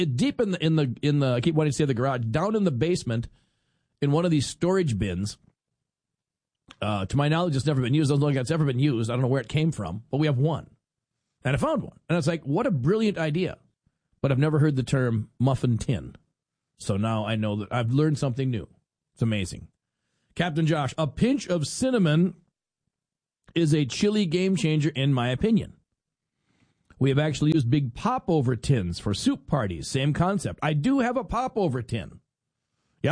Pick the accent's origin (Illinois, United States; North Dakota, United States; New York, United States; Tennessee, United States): North Dakota, United States; Because I grew up in North Dakota. Granted, I could see Minnesota from my house.